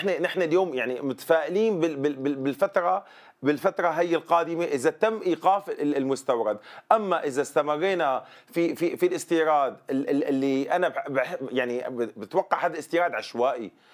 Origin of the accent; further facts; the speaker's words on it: Syria; أكيد هلأ بالنسبة لتكاليف الإنتاج عندنا في سوريا على وضع خاص،